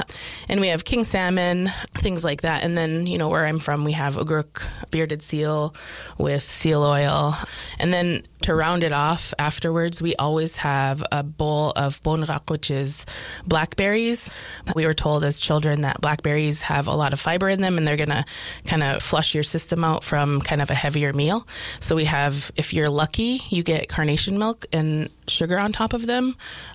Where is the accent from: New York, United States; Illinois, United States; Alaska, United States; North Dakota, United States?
Alaska, United States; Kotzebue; now in Wasilla, United States; I am originally from Kotzebue and Sisolik, Alaska, which is above the Arctic Circle. I currently live in Wasilla, and I work in Wasilla